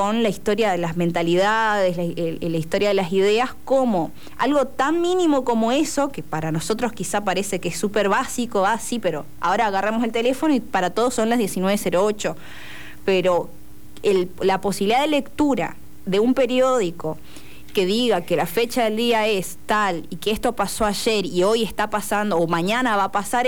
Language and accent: Spanish; Argentina; bueno, sí, mi documento dice que soy argentino, pero a mí mucho que, no sé, no me pasa, pero pienso en la lengua, ¿no? Vamos acá mismo en Misión